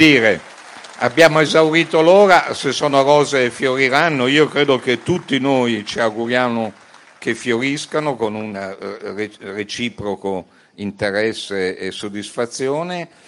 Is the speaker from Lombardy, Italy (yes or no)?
yes; Milan, Lombardy, Italy; io sono di Milano